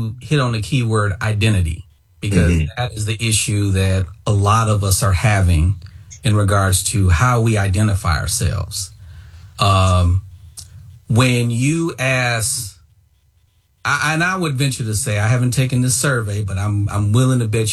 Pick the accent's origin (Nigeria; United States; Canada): United States; I am an American because of the fact that, you know, my ancestors was brought here through slave boats.